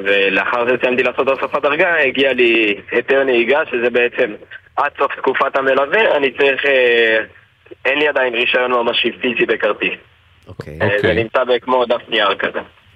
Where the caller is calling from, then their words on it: Alumim, Southern District, Israel; אני קיבוצניק מקיבוץ אלומים.